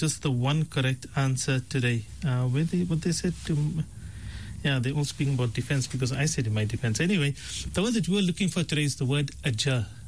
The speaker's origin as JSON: {"language": "English", "town": "Pietermaritzburg", "region": "KwaZulu-Natal", "country": "South Africa", "said": "But to my defense, I am from Pietermaritzburg and I have downloaded the radio app and I can listen all the time."}